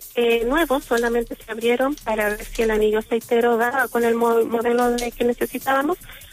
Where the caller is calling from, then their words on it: Copiapó, Atacama, Chile; Estoy llamando de Copiapó